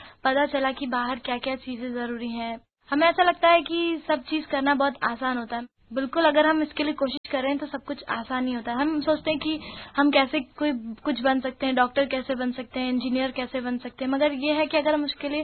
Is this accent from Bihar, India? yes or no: no; Indore, Madhya Pradesh, India; born there; संतोष जी, इंदौर में ही मेरा जन्म हुआ है और मेरे परिवार में मेरे मम्मी हैं, मेरे पिताजी हैं